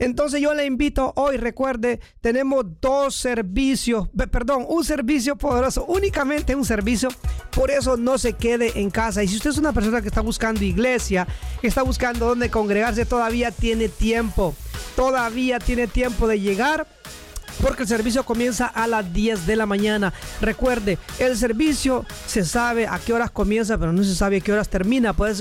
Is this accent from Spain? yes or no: no; Honduras; now in United States; Y en Estados Unidos, en mi país, Honduras, es el segundo domingo de mayo.